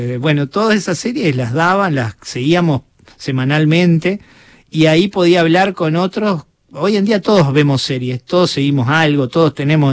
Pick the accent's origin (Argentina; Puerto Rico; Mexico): Argentina; todo ocurría en mi país, en lugares reconocibles de Buenos Aires